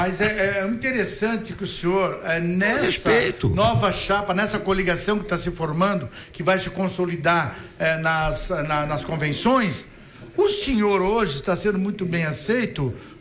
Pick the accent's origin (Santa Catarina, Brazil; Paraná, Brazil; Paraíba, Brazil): Santa Catarina, Brazil; Eu sou catarinense, eu conheço essa terra.